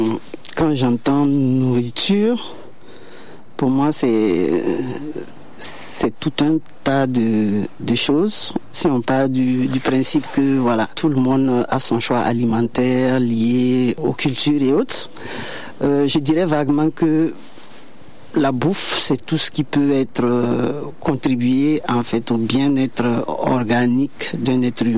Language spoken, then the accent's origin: French; Burkina Faso; now in Marseille, France; je suis activiste féministe, militant, basé, ou du moins originaire du Burkina Faso. Je suis actuellement à Marseille.